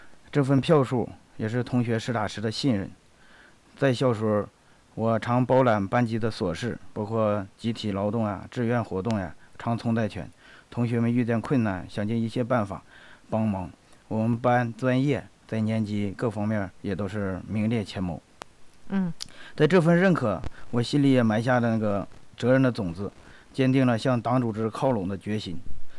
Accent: Inner Mongolia, China; moved away as an adult; also born or lived in Baotou; now in Ordos, China; 我老家是西安盟的，大学学的机电专业

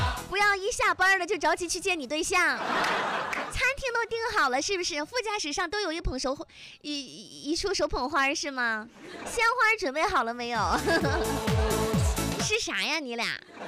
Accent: China

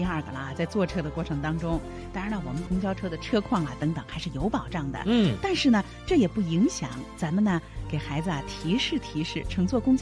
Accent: Xi'an, Shaanxi, China; 因为你知道我是西安人

